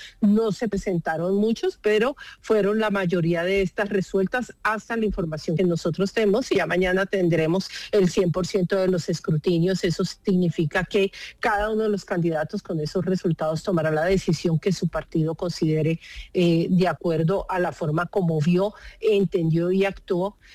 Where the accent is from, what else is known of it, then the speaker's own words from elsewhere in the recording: Colombia; como ciudadanos colombianos, entender que tenemos diferencias políticas, pero que no somos enemigos.